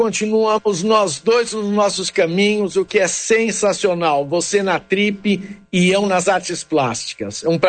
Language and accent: Portuguese; São Paulo, Brazil; born there; Olha, eu nasci em São Paulo em 1954.